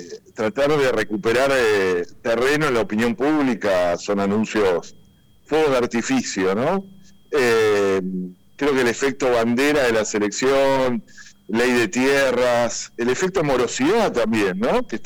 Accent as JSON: {"language": "Spanish", "country": "Argentina"}